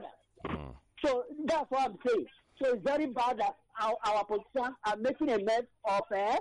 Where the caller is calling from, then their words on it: Ikotun, Lagos, Nigeria; I'm calling from Abanja, Ikotun.